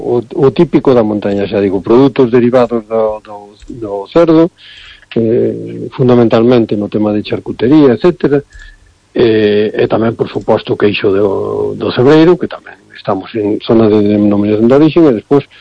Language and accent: Galician; Galicia, Spain; pois é o típico de Galicia, yo que somos os galegos, non? Comer, beber, festa, rachada, hasta que o corpo aguante.